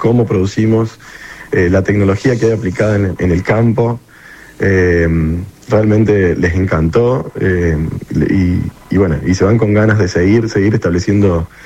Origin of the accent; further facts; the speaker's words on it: Villa Carlos Paz, Córdoba, Argentina; accent: Córdoba; Correcto, sí, soy de Carlos Paz.